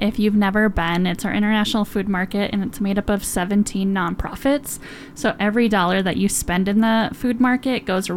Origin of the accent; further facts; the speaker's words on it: Wisconsin, United States; now in Utah, United States; where I'm from, if you can't recognize my accent